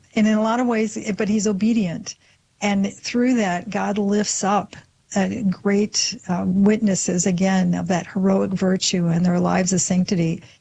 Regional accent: Grand Rapids, Michigan, United States; because I grew up in Grand Rapids, Michigan

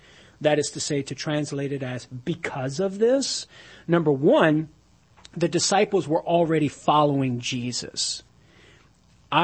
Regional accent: Louisiana, United States; accent: Southern Louisiana; from Southern Louisiana, you know, and I try to talk into it with my accent.

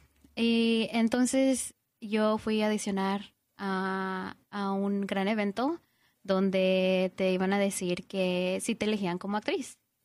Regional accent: Mexico; porque creo que yo la hice de chiquita en México.

